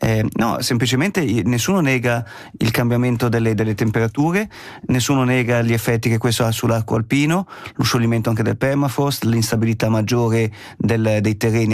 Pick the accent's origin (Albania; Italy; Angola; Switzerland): Switzerland; Ticino; lo sappiamo bene da ticinesi